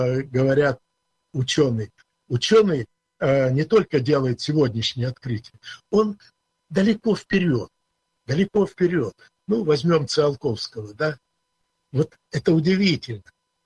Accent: Siberia, Russia; А мы из Сибири, мы сибиряки. Понимаете, оно как-то внутри генетически передается, ну и где-то с пафосом.

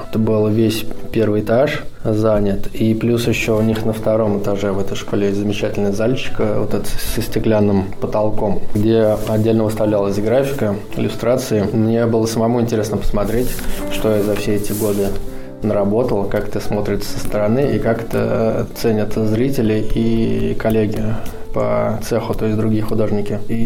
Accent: Oryol, Oryol Oblast, Russia; я из Орла

